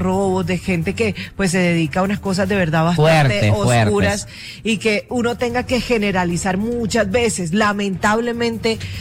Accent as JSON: {"language": "Spanish", "country": "Colombia", "said": "uno como colombiano"}